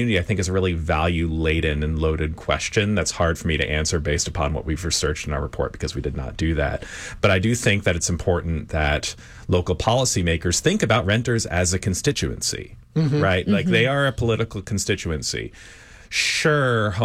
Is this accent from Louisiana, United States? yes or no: no; New York, United States; now in Houston, United States; I'm from the New York metro area originally